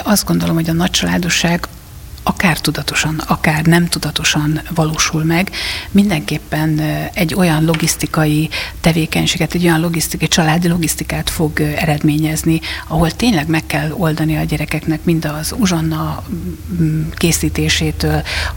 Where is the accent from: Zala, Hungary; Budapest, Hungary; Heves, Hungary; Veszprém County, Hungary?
Veszprém County, Hungary; Veszprém; Vidékről származom, veszprémi vagyok, tehát Veszprémben éltem